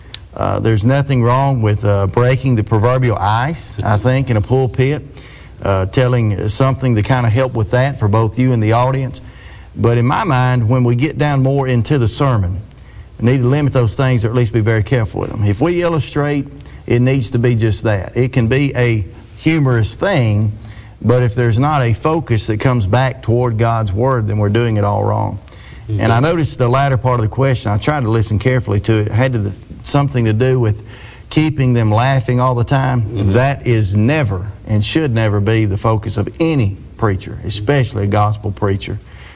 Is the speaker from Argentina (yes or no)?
no; Munford, Alabama, United States; I'm from the Munford, Alabama / Ironton area.